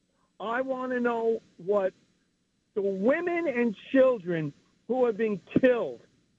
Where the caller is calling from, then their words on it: Pearl River, New York, United States; Hey, guys … I'm calling from Pearl River.